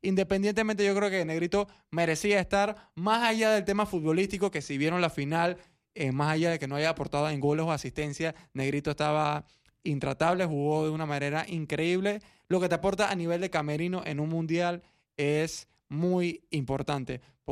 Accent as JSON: {"language": "Spanish", "country": "Panama", "said": "uno lo ve como panameño"}